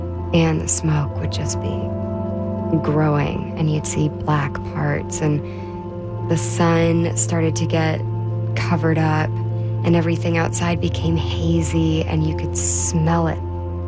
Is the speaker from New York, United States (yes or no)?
no; Spicewood, Texas, United States; I'm from Spicewood, Texas.